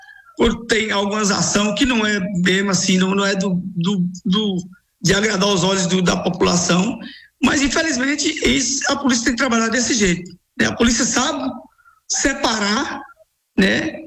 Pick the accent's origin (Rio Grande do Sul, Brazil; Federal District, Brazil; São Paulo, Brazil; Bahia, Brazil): Bahia, Brazil; Iuiú; que eu sou natural de Uiú